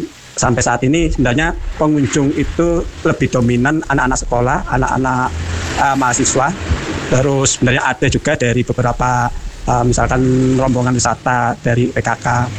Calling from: Batu, East Java, Indonesia; kami selaku warga Kelurahan Dekat Rejo yang statusnya kelurahan paling pinggir sebelah timur dari Kota Batu

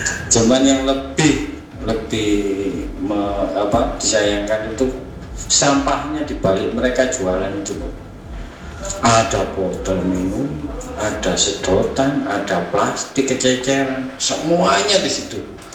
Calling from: Malang, East Java, Indonesia; kita orang Malang

